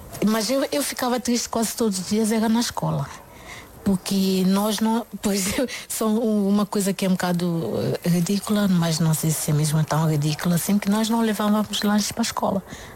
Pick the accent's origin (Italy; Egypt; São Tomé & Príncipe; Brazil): São Tomé & Príncipe; São Tomé; moved away as an adult; also born or lived in Krasnodar, Russia; now in Portugal; Eu nasci em São Tomé, mais precisamente em António Soares, que é uma pequena localidade lá em São Tomé.